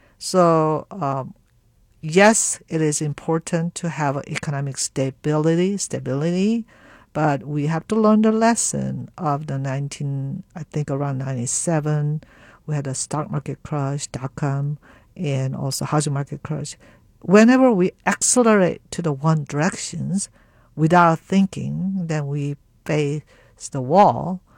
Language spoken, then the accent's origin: English; United States; who we are as American